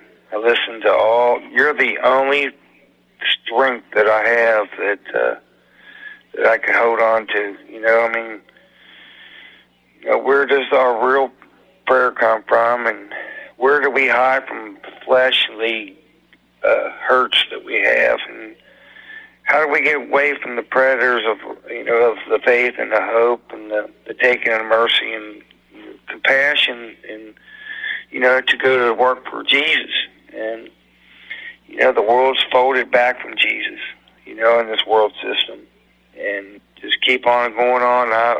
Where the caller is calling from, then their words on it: Ludlow, Kentucky, United States; I'm calling from Ludlow, Kentucky. I listen to you on the Cincinnati station here. I've listened to you a long time.